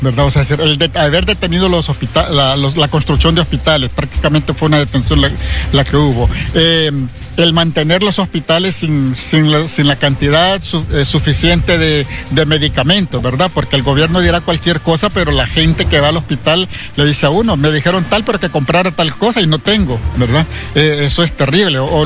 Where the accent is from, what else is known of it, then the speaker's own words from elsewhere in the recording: Honduras; Entonces, pedimos como población hondureña que haya verdaderamente justicia, ¿verdad?